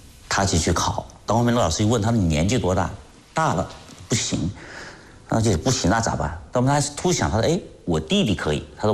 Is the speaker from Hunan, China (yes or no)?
no; Yongxing, Jiangxi, China; 然后我呢从小在永兴长大，喝永兴的水，吃永兴的饭，对吧？对这里情有独钟，对吧？所以说我当时就写的申请，就是说我一定要回永兴，就这样子回来了。